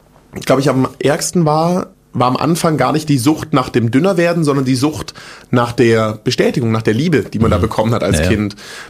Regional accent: Großbottwar, Baden-Württemberg, Germany; also born or lived in Stuttgart / Frankfurt; Genau, ich bin in Stuttgart geboren, bin in so einem Kaff aufgewachsen, das heißt Großbottwar. Also wirklich da wohnen, was wohnen da 10.000, 15.000 Leute vielleicht. Bin da mit meiner Family groß geworden, bis ich 10 war. Und dann ging es noch nach Frankfurt mal, dann wieder nach Stuttgart.

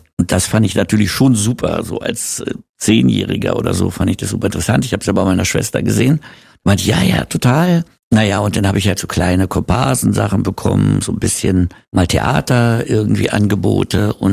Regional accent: Berlin, Germany; Ja, und ich bin dann aber in Wittenau aufgewachsen.

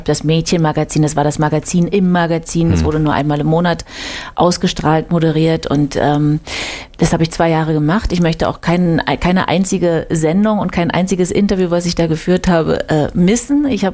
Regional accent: Brandenburg, Germany; Erstmal sind meine Schwester, meine Mutter und mein Vater und ich in der Nähe von Potsdam, haben wir da gelebt zusammen.

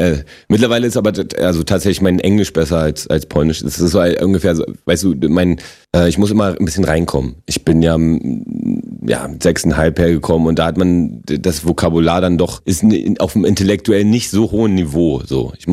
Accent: Berlin, Germany; accent: Berlin; first language Polish; German is a second language; also born or lived in Wrocław, Poland; Ich bin in Breslau geboren. Bin mit 6,5 hergekommen. Habe kein Wort Deutsch gesprochen. Zum Glück bin ich auf eine gute Schule gekommen, habe das relativ schnell gelernt

